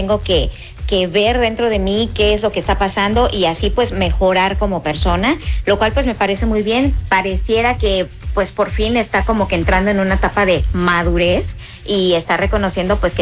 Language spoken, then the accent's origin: Spanish; Mexico